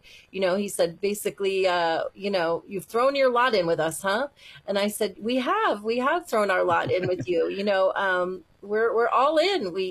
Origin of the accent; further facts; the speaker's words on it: United States; now in Israel; And I couldn't be more grateful to have been born and raised in America.